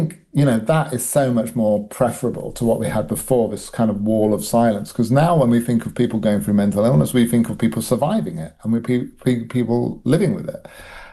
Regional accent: United Kingdom; growing up in Britain and our sort of drink culture over here.

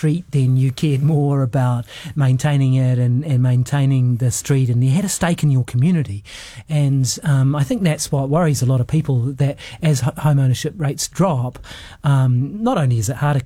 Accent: Auckland, New Zealand; my father, who passed away a few months ago now, he bought the house I grew up in Kashmir Hill for $16,000.

